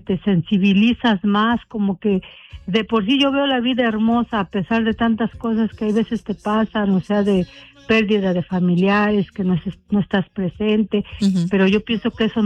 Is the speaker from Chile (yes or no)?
no; Hidalgo, Mexico; Bueno, nosotros somos del estado de Hidalgo.